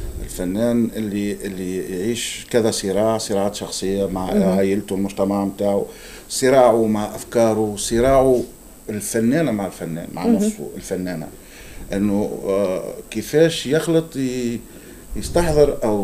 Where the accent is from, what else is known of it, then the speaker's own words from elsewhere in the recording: Tunisia; عندنا في تونس